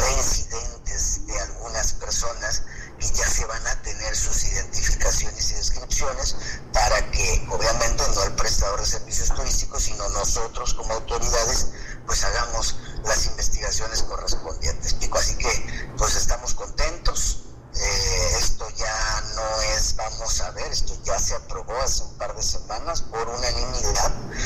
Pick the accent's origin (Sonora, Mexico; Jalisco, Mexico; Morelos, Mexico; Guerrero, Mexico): Guerrero, Mexico; Acapulco; en Guerrero y en Acapulco particularmente, de donde soy originario